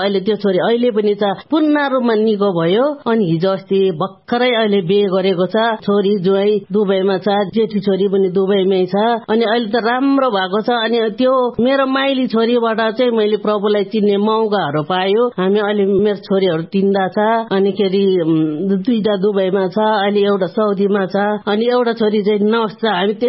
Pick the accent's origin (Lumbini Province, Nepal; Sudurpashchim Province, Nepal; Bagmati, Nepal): Bagmati, Nepal; Lisyang, Sindhupalchok; अनि मेरो घर चाहिँ लिस्याङको हो, सिन्धुपाल्चोक लिस्याङको। अनि मेरो सन्तानहरू चाहिँ सबै बुद्धिस्ट हो, के अरे लामाहरू हो, अनि म पनि लामाको छोरी हो।